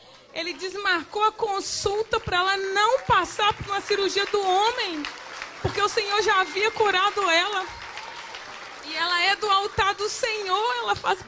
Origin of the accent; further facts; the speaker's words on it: Belo Horizonte, Minas Gerais, Brazil; E esse translado do BH, de Valadares, eu sou de Belo Horizonte.